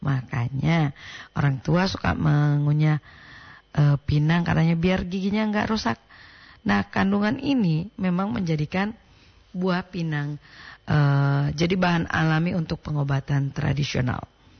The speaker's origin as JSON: {"language": "Indonesian", "region": "Gorontalo", "country": "Indonesia", "said": "kita orang Gorontalo"}